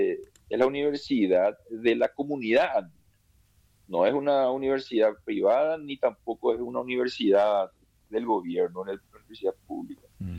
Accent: Paraguay; now in Ecuador

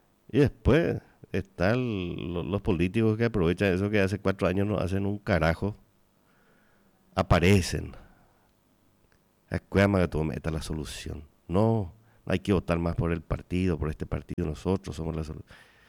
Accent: Paraguay; Nosotros como paraguayos de bien allá

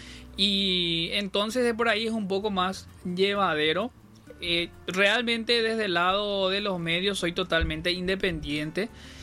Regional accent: Paraguay; llevamos nuestra música paraguaya, nuestro baile paraguayo.

